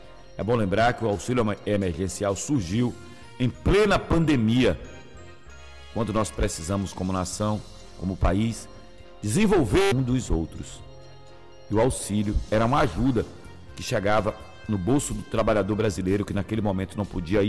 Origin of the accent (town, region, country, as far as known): Brazil